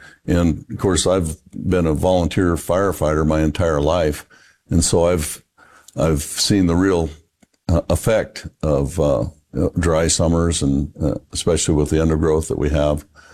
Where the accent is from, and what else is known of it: South Dakota, United States